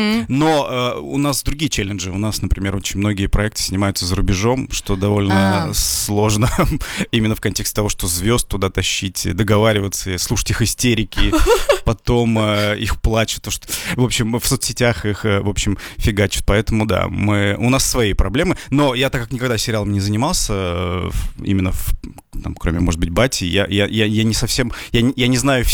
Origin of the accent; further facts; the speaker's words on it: Kudymkar, Perm Krai, Russia; это вообще был Кудымкар, где, откуда я родом.